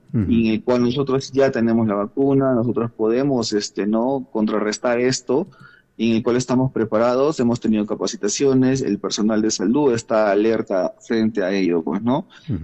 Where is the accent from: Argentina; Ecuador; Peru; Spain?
Peru; Vamos a identificarnos como peruanos que somos, como patriotas que somos.